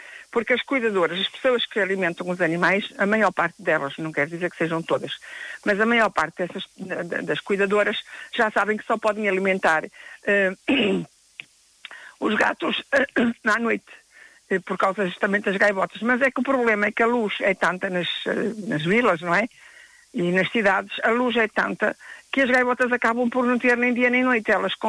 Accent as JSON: {"language": "Portuguese", "region": "North", "country": "Portugal", "said": "É, por isso que nós somos do norte, nós somos nortenhos, nós somos terríveis, nós somos revolucionários"}